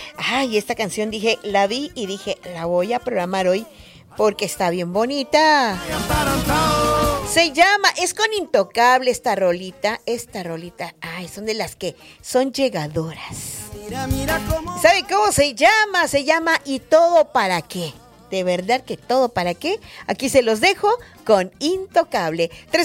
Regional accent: Mexico; para los que somos mexicanos

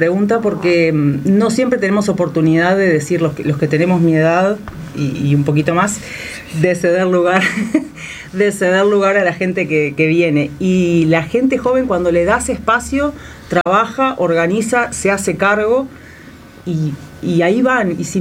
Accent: Uruguay; como una uruguaya común y corriente

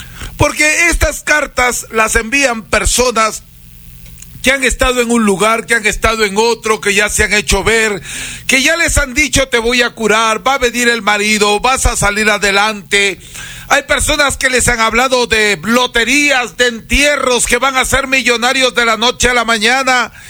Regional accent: Huancabamba, Piura, Peru; soy huancabambino peruano

